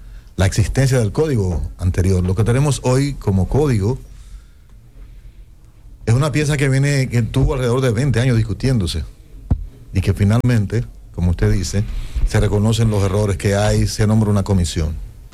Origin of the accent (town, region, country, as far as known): Dominican Republic